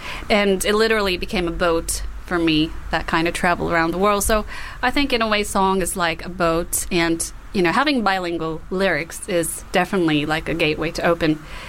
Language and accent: English; Japan; English is a second language; moved away; I'm from Japan.